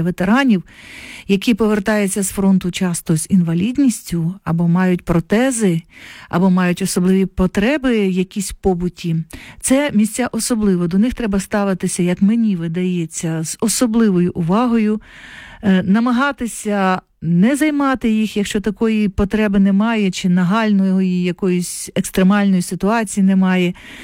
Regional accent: Kharkiv, Kharkiv Oblast, Ukraine; now in Lviv, Ukraine; харків'янин.

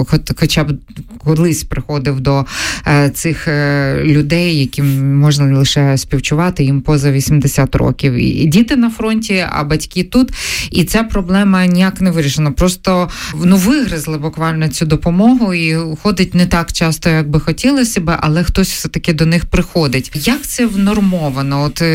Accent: Brovary, Kyiv Oblast, Ukraine; от я вам наведу приклад із моїх рідних Броварів.

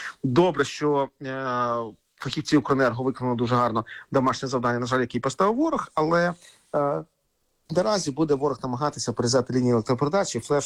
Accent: Kharkiv, Kharkiv Oblast, Ukraine; Якщо будемо говорити про мій рідний Харків

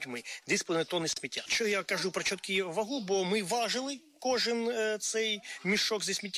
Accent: Kherson, Kherson Oblast, Ukraine; moved away as an adult; now in Cherkasy Oblast, Ukraine; Я сам з Херсона, вчився на третьому курсі універа

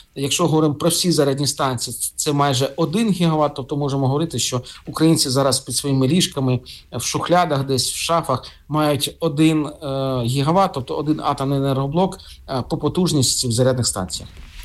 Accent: Kharkiv, Kharkiv Oblast, Ukraine; now in Kyiv, Ukraine; мій рідний Харків

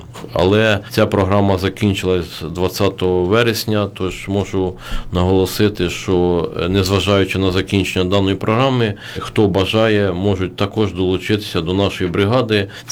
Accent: Teofipol district, Khmelnytskyi Oblast, Ukraine; moved away; я сам з Теофіпольщини

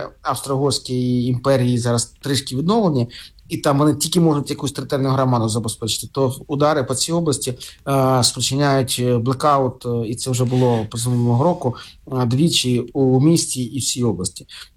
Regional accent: Kharkiv, Kharkiv Oblast, Ukraine; позаминулого року мій рідний Харків провів на 2,2 мільярда гривень тендери

